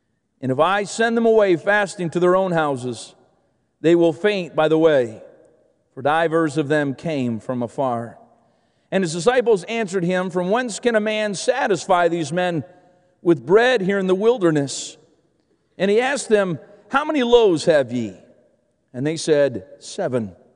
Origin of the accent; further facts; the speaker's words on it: Canada; moved away; I'm Canadian.